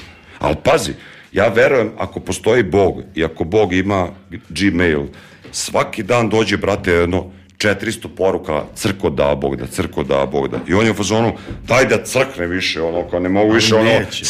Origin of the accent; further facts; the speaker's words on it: Serbia; Ne, mi smo iz Srbije, mi ubijemo ljude, panduri kod nas ubijaju ljude